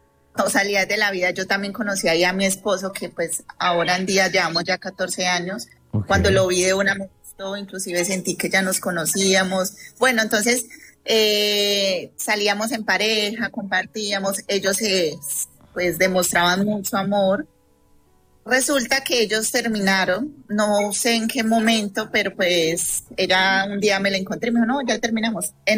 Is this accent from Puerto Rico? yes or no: no; Tuluá, Valle del Cauca, Colombia; Bueno, yo desde niña, yo soy de Tuluá Valle.